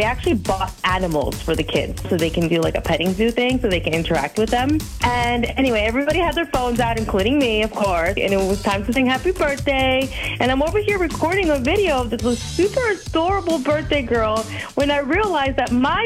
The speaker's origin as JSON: {"language": "English", "town": "Janesville", "region": "Wisconsin", "country": "United States", "said": "I'm from Janesville."}